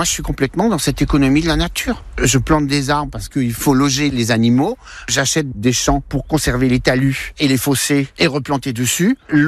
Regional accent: Barneville, Normandy, France; C'est ce qu'il y a dans les robinets à Barneville, là où j'ai grandi.

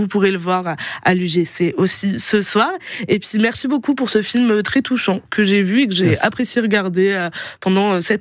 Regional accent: France; moi, en tant que française, sont effectivement binationalité.

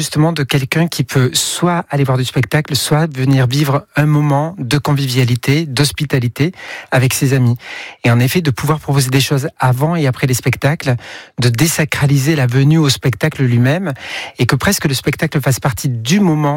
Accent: Albi, Occitanie, France; Albi, dans le Tarn.

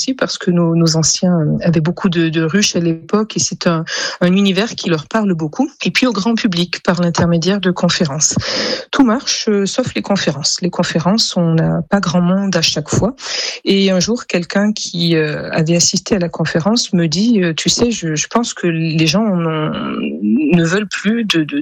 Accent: Auvergne-Rhône-Alpes, France; Alors, je viens de Haute-Loire, à côté du Puy-en-Velay.

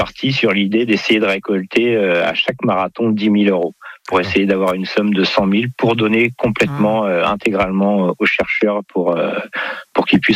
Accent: Normandy, France

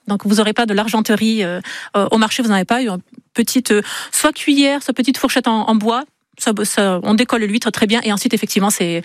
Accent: Nouvelle-Aquitaine, France; moved away as an adult; now in Basque coast, France; Je viens du Béarn et de la campagne béarnaise.

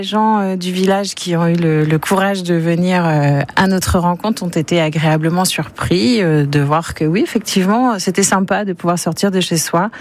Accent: La Chaussée-Tirancourt, Hauts-de-France, France; La chaussée Tirancourt, c'est mon village de cœur. C'est là où j'ai grandi. Et malheureusement, c'est un village aujourd'hui dans lequel il n'y a plus de commerce, il n'y a plus de point de rendez-vous pour les gens, il n'y a plus de lieu de société, en fait.

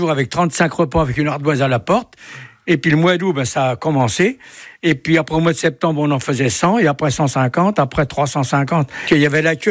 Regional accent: Laye, France; born there; Je suis né à Laye en 1932.

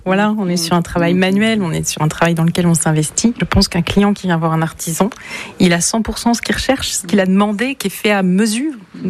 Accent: Pays de la Loire, France; moved away as an adult; je venais de la région de Cholet, dans le Maine-et-Loire. Quand je suis arrivée ici, je m'y suis fait parce que les gens sont très accueillants.

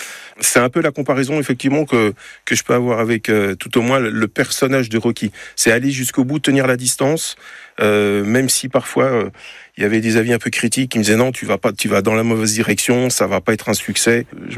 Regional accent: Paris, Île-de-France, France; Moi, je suis né à Montmartre. J'y ai vécu jusqu'à l'âge de 9 ans

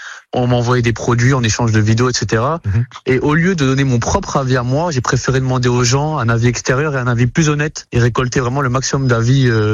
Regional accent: Thionville, Grand Est, France; born there; je suis né à Thionville, je connais tout le monde à Thionville maintenant

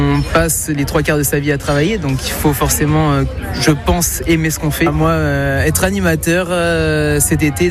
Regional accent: Bordeaux, Nouvelle-Aquitaine, France; born there; j'ai 21 ans. Ça fait 15 ans que je suis sur Bordeaux maintenant.

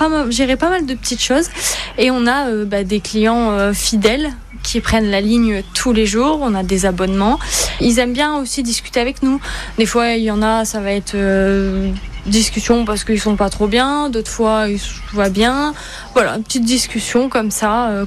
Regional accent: Hauts-de-France, France; born there; moved away as an adult; now in Vendée, France; de base je ne suis pas de la région. Je suis née dans le Nord. Ça fait à peu près 8 ans maintenant qu'on est arrivé dans la région.

